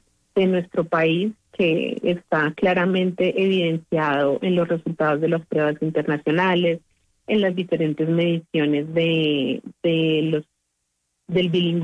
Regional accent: Colombia; y claramente nosotros como colombianos vamos a manejar un acento, incluso dentro de las regiones de nuestro país

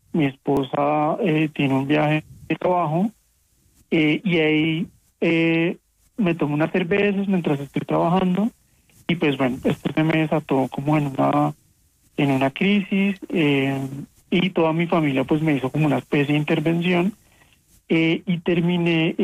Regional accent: Bogotá, Bogotá Capital District, Colombia

